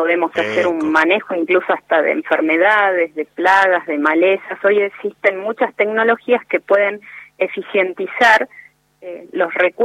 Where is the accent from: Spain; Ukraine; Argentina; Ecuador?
Argentina